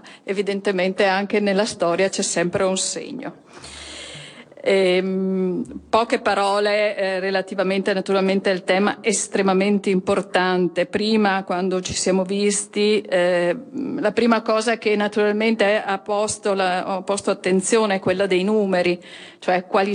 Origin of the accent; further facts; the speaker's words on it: Veneto, Italy; Piccola battuta, da Veneto a Veneto